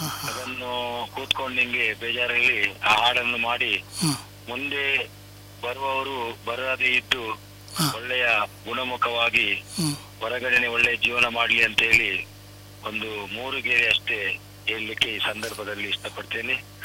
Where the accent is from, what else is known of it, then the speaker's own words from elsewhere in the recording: Mangalore, Karnataka, India; moved away as an adult; ನನ್ನ ಊರು ಮೂಲತಃ ಮಂಗಳೂರಿನವರು. ಇಲ್ಲಿಗೆ ಬಂದು ಕಳೆದ ಏಪ್ರಿಲ್ ಇಂದ ಬಂದಿದ್ದೇನೆ. 1.5 ತಿಂಗಳಾಯ್ತು.